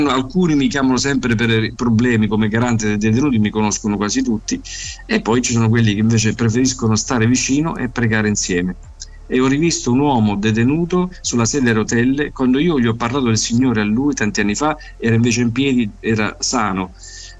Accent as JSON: {"language": "Italian", "region": "Calabria", "country": "Italy", "said": "di fronte ad una chiesa evangelica lì nel mio paese in Calabria"}